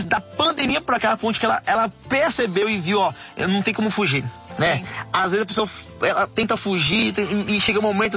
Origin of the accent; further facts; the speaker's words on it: Northeast Region, Brazil; Eu sou nordestino, a grande parte da minha família, ela é vaqueiro